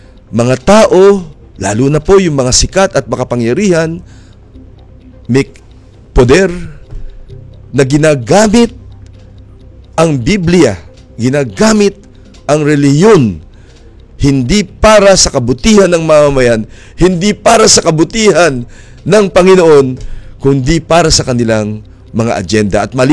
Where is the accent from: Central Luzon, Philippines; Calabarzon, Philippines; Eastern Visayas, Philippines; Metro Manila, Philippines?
Metro Manila, Philippines; Pasig; sa bayan namin sa Pasig